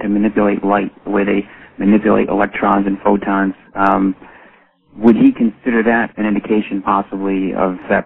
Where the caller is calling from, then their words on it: Rhode Island, United States; Yes, I'm from Rhode Island, actually.